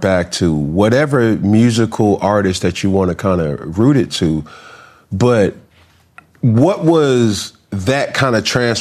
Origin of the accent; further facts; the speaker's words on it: the South, United States; I grew up in the South.